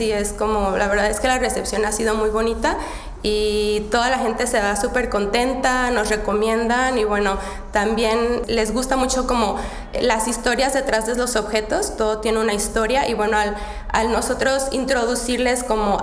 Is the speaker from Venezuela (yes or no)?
no; Mexico; también en especial cuando saben que soy mexicana